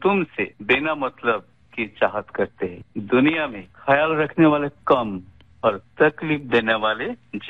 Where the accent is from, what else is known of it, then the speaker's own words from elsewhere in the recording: Ramkrishna Nagar, Assam, India; बात कर रहा हूँ। मेरा गांव का नाम है रामकृष्ण नगर, डिस्ट्रिक्ट श्री भूमि, आसाम से ताल्लुकात है।